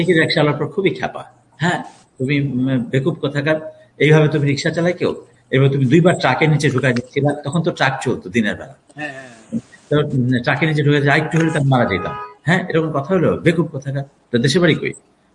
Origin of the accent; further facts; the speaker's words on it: Narsingdi, Dhaka Division, Bangladesh; আমি এটা এই জন্য জিজ্ঞেস করছি যে আমার দেশের বাড়ি হচ্ছে নরসিংদী।